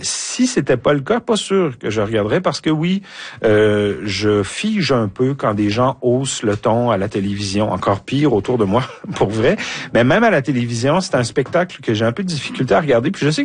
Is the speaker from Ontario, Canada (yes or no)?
no; Quebec, Canada; chez nous au Québec